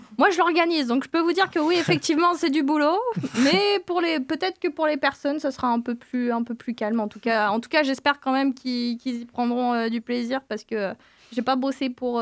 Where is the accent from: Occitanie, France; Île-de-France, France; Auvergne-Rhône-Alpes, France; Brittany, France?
Auvergne-Rhône-Alpes, France; Chambéry; elle vient de Chambéry, comme moi. Je viens de Savoie.